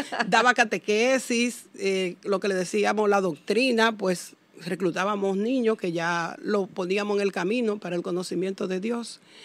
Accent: Sánchez, Samaná, Dominican Republic; vengo de pueblo, de provincia, nací en Sánchez, una gran bendición, allá Cibao, adentro.

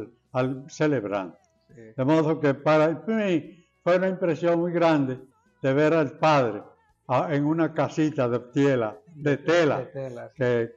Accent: Salcedo, Hermanas Mirabal, Dominican Republic; y también en Salcedo, en mi pueblo natal

